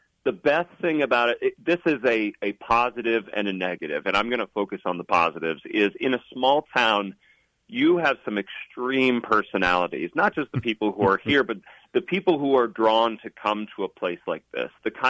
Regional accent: East Coast, United States; now in Chugwater, United States; I grew up on the East Coast. My heritage is Irish and English.

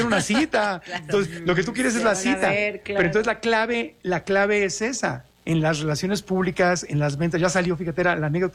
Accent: Ciudad Obregón, Sonora, Mexico; Yo crecí en Sonora, en Obregón.

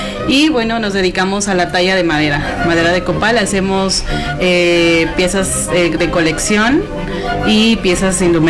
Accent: San Martín Tilcajete, Oaxaca, Mexico; soy de Valles Centrales, de San Martín.

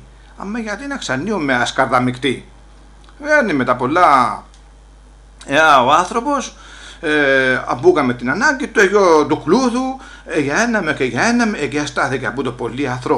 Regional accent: Olympos, South Aegean, Greece; έχω και εγώ λόγο να πω γιατί να είμαι από την Όλυμπο της Καρπάδου και θεωρώ πως έχουμε καλή εταιρεία.

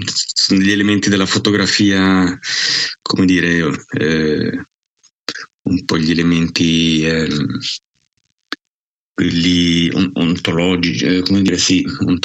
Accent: Arcegno, Ticino, Switzerland; also born or lived in Locarno; I miei genitori sono di origine svizzera tedesca, si sono stabiliti in Ticino e io sono nato qua a Locarno un mezzo secolo fa circa. E sono cresciuto in un piccolo paesino, Arcenio

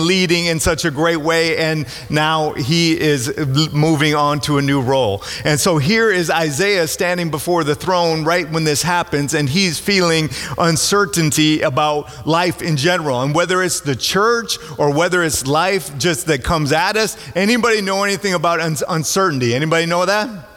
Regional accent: Minnesota, United States; I grew up in Minnesota, and my dad is a Jewish atheist.

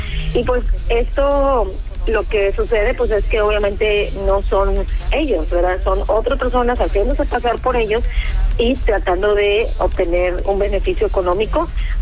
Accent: Mexico; Es nuestra naturaleza como mexicanos siempre tratar de ayudar al hermano, tratar de responder.

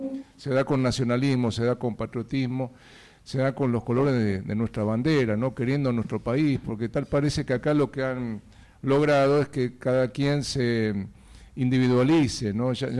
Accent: Argentina

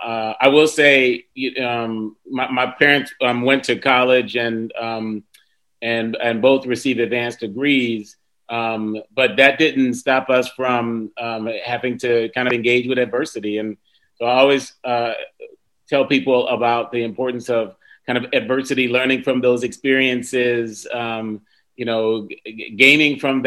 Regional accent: Cleveland, Ohio, United States; born there; So I was born in Cleveland, Ohio, man. But really appreciated that kind of island upbringing, man.

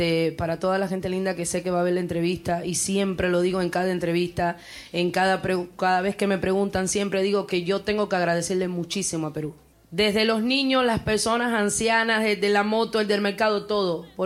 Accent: Consolación del Sur, Pinar del Río, Cuba; moved away; Soy pinareña, directamente desde Cuba, la tierra de … Consolación del Sur.

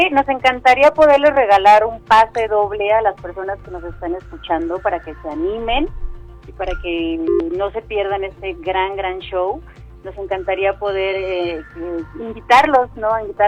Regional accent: Mexico; al final del día somos mexicanos

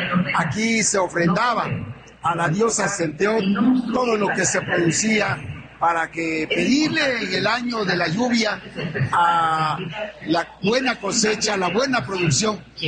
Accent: Betaza, Oaxaca, Mexico; yo recuerdo cuando tenía 14 años, me vine con mi delegación de Betaza

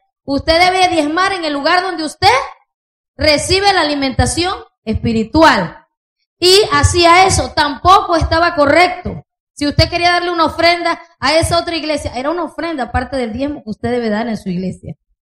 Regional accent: Volcán, Chiriquí, Panama; vengo de la congregación de Volcán, Chiriquí, Panamá.

